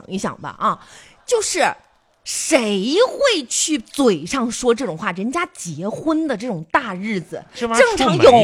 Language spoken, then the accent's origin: Chinese; China